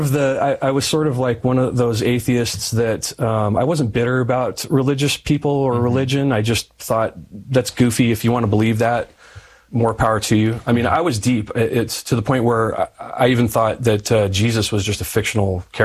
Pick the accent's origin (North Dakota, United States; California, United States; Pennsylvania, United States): California, United States; I grew up in the San Bernardino Mountains in Southern California, and I'd moved to San Diego and I was working as a bar manager there.